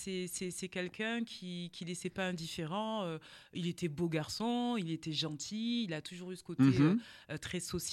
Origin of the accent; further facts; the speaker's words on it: Vitrolles, Provence-Alpes-Côte d'Azur, France; now in Paris, France; nous, on a grandi à Vitrolles.